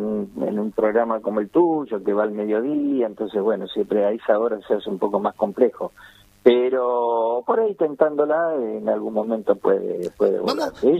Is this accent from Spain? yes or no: no; Argentina; Porque somos raros los argentinos.